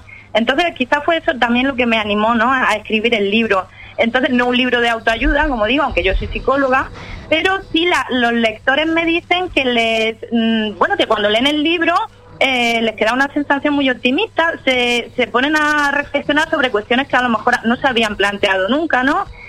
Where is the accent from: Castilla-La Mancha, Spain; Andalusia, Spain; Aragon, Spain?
Andalusia, Spain; El Ejido; also born or lived in Barcelona; Sí, bueno, sí, yo vivo en El Ejido, aunque nací en Barcelona, pero desde los 13 años me he criado en El Ejido, o sea que se me nota por el hablar.